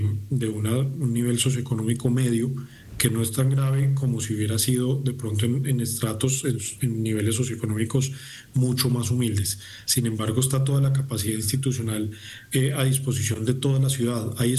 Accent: Coffee Axis, Colombia; now in Cali, Colombia; el eje cafetero, es la suma de tres departamentos, Caldas, Risaralda y Quindío, de donde soy yo

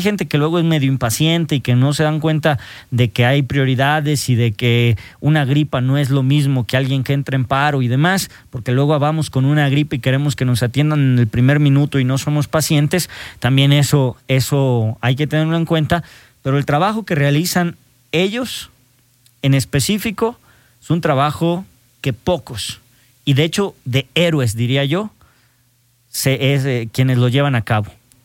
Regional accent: Ojuelos, Jalisco, Mexico; now in Aguascalientes, Mexico; a mi natal Ojuelos, Jalisco

